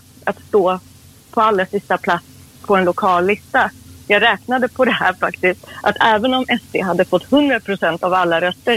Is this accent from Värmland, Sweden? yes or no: no; Gävle, Gävleborg County, Sweden; also born or lived in Iran / Sandviken / Stockholm; Jag kom till Sverige som 2-åring med min familj. Vi flydde hit från Iran. Uppväxt i Gävle, Sandviken och Stockholm.